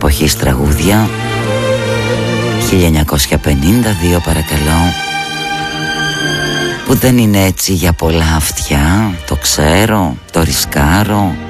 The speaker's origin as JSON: {"language": "Greek", "town": "Grevena", "region": "Western Macedonia", "country": "Greece", "tie": "born or raised there", "said": "σε όλους εκεί στην πατρίδα μου την ιδιαίτερη, στα Γρεβενά, αλλά και κρατάω και από Κοζάνη"}